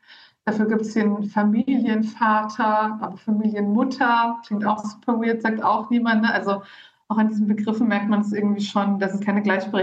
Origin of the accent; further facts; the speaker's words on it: Bavaria, Germany; now in Leipzig, Germany; ich bin ja in Bayern aufgewachsen und jetzt wohne ich aber schon lange in Leipzig, also in Ostdeutschland.